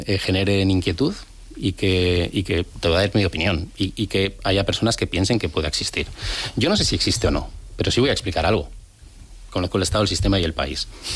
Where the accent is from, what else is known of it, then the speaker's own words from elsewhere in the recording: San Sebastián, Basque Country, Spain; now in Madrid, Spain; yo cuando llegué de Donosti a Madrid, hoy Madrid F, que eso da para un programa entero.